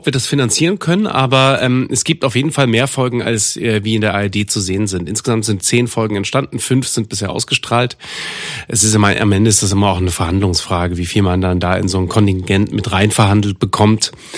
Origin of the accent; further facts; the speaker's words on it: Saxony, Germany; Und Sachsen finde ich da natürlich ein total spannendes Umfeld, weil es A, meine Heimat ist